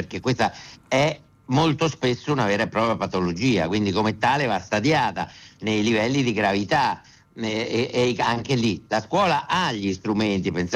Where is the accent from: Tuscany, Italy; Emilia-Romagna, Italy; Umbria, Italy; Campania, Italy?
Umbria, Italy; io sono umbro